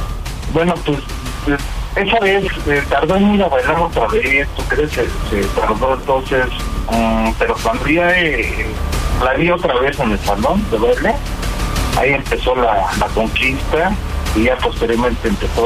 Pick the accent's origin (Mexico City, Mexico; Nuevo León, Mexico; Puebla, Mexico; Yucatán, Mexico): Mexico City, Mexico; De la Ciudad de México.